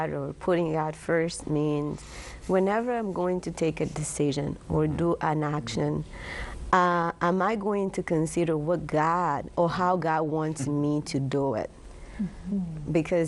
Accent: Guinea-Bissau; When a teenager, growing up in Guinea-Bissau

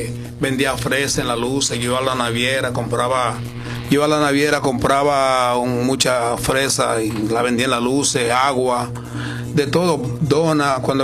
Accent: Cagua, Aragua, Venezuela; now in Puerto Rico; Soy de Cagua.

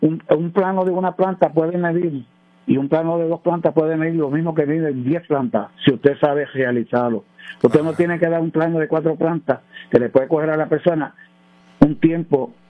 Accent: Humacao, Puerto Rico; now in Caguas, Puerto Rico; Yo soy natural de Humacao, resido en Cagua. Aquí en Cagua resido, pero soy natural de Humacao.

